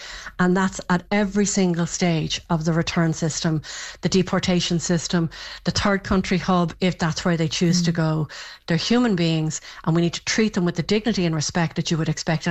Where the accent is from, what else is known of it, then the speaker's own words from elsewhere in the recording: Ireland; We completely agree, and I'm from Ireland.